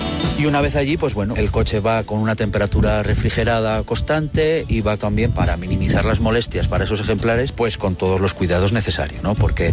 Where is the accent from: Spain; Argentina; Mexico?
Spain; León, Castile and León; now in Picos de Europa, Spain; Yo soy de León. Yo trabajo aquí en la parte de Picos, ¿vale?